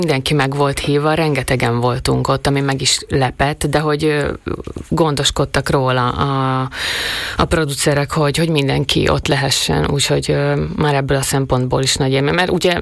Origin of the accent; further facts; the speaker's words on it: Svodín, Nitra Region, Slovakia; now in Pezinok, Slovakia; sokat vagyunk apukámnál Komáromba, meg Szőgyénben, ugye, ahonnan én származom, a nagypapáméknál, meg a nevelőanyukámnál, és meg aztán otthon Pezinokban, még Pezinokban lakunk.